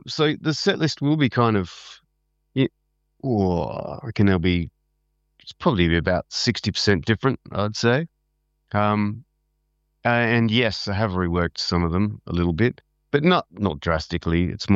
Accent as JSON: {"language": "English", "town": "Adelaide", "region": "South Australia", "country": "Australia", "tie": "born or raised there", "said": "Then my hometown, Adelaide, at the Governor Hindmarsh on the 28th of November."}